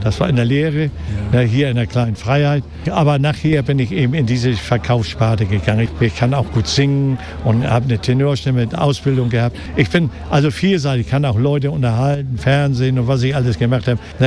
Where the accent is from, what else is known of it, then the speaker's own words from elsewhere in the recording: Hamburg, Germany; Mein Urgroßvater, Großvater und Vater, alle in Hamburg geboren. Also ich bin waschechter Hamburger.